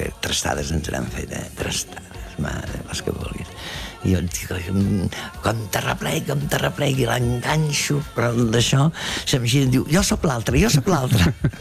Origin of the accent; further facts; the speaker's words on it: Catalonia, Spain; Una, perquè jo sóc català, això és complicat en el doblatge